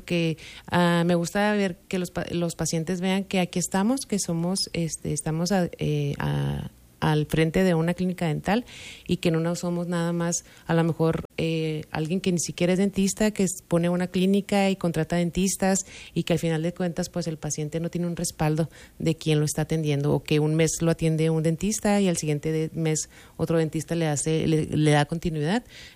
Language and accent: Spanish; Delicias, Chihuahua, Mexico; somos de aquí de Delicia